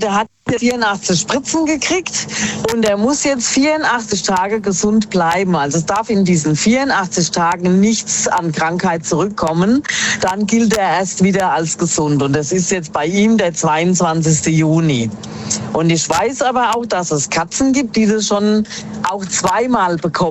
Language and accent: German; Miltenberg, Bavaria, Germany; Ja, ich komme aus dem Raum Miltenberg.